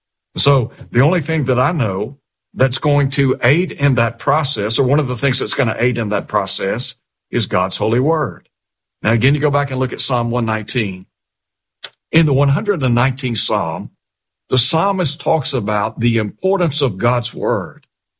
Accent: Chattanooga, Tennessee, United States; when I was just a young fella growing up in Chattanooga

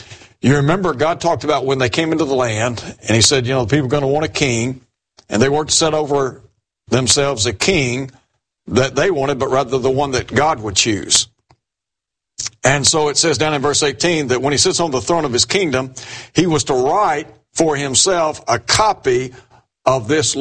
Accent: Chattanooga, Tennessee, United States; When I was a child growing up in Chattanooga

